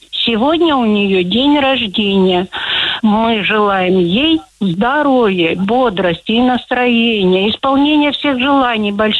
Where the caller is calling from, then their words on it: Pyatigorsk, Stavropol Krai, Russia; Я звоню вам из Пятигорска.